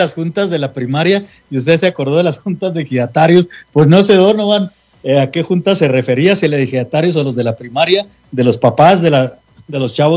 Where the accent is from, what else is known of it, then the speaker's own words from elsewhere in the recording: Chihuahua, Mexico; los que somos de Chihuahua